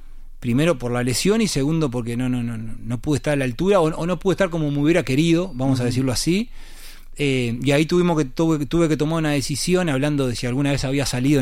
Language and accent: Spanish; Uruguay; moved away as an adult; la ilusión de volver, de estar acá en el país